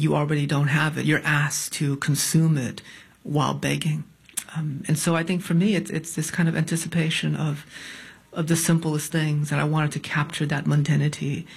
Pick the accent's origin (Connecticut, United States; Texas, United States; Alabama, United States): Connecticut, United States